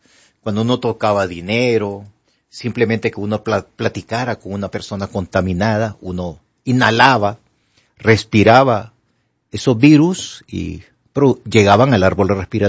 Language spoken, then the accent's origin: Spanish; Honduras; en nuestra querida Honduras